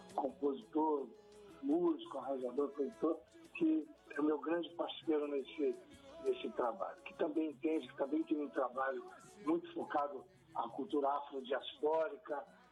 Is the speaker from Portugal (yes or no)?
no; Barra Mansa, Rio de Janeiro, Brazil; Sou de Barra Mansa e Barra do Piraí, né?